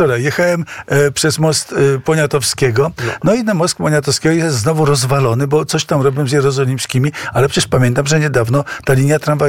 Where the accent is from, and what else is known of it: Warsaw, Masovian Voivodeship, Poland